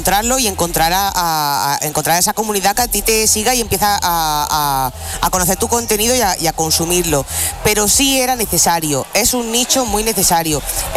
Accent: Guadix, Andalusia, Spain; yo te voy a decir que te vayas a Guadix, que es mi pueblo.

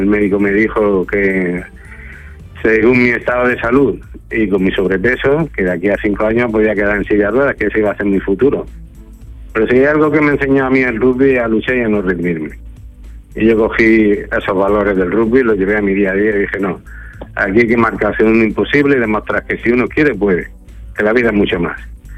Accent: Granada, Andalusia, Spain; now in San Fernando, Spain; de Granada, pero que añadía la alusión, como digo yo. Y vivo aquí en San Fernando.

